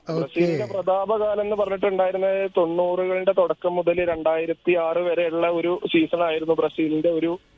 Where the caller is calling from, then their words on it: Pattambi, Kerala, India; ഞാൻ പട്ടാമ്പിയിലാണ്.